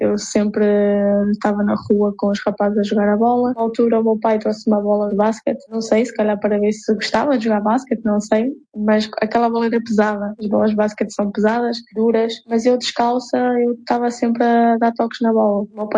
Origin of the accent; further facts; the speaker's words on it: Angola; born there; Como eu nasci em Angola, seria uma honra representar a seleção angolana.